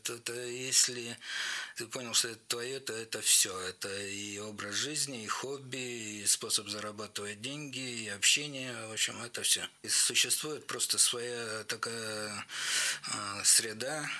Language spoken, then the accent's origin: Russian; Vologda, Vologda Oblast, Russia; also born or lived in Omsk; Так получилось, что мне пришлось какое-то время жить в городе Омске. Так-то я вологжанин, коренной, всю жизнь здесь прожил.